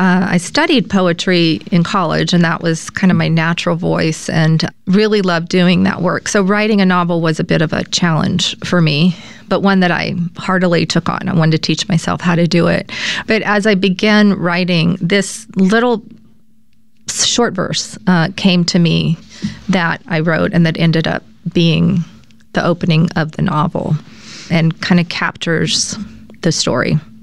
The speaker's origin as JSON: {"language": "English", "region": "Louisiana", "country": "United States", "tie": "born or raised there", "said": "So yes, I grew up in Louisiana myself. I grew up in the southwest part of the state. Both sides of my family there's French ancestors on both sides going back several hundred years. And I grew up in a very French Louisiana culture"}